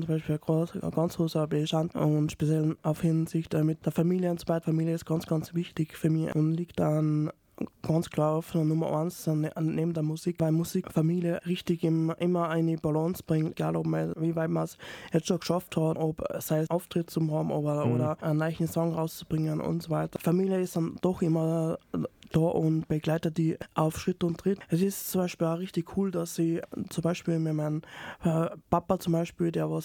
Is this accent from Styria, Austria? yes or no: no; Salzburg, Austria; Ich bin in Salzburg-Liefering aufgewachsen, habe die Vorschule und die erste Klasse in Liefering bestritten. Dann sind wir umgezogen in Daxam und bin dann weitergegangen in Daxam.